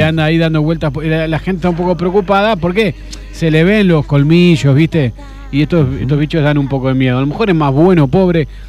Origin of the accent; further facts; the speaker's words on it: San Martín, Buenos Aires Province, Argentina; Claro, pues yo soy de San Martín, yo no voy a Junín.